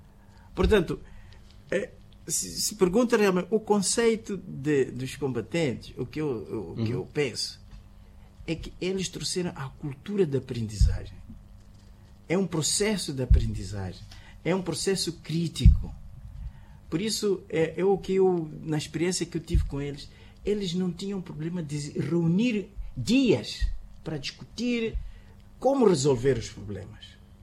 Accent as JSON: {"language": "Portuguese", "country": "Mozambique", "said": "estamos a querer compreender quem somos nós como moçambicanos"}